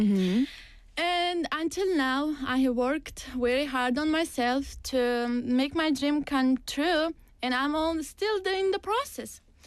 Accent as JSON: {"language": "English", "town": "Navoiy", "region": "Navoiy Region", "country": "Uzbekistan", "tie": "born or raised there", "second_language": "English", "said": "Well, I'm from Uzbekistan, born in a big city called Navoi. And I was born in a middle-class family and raised well-behaved and also studied and graduated school successfully with high GPA."}